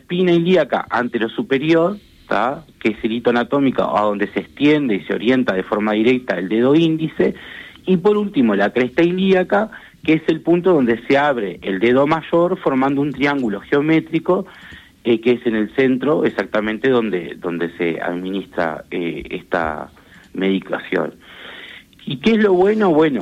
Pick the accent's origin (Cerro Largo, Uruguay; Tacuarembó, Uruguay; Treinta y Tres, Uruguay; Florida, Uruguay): Cerro Largo, Uruguay; Río Branco; moved away as an adult; now in Montevideo, Uruguay; Yo soy de Río Branco y, por ende, la gente que vivimos por aquellos lados, o vivía, porque ahora estoy en Montevideo hace 10 años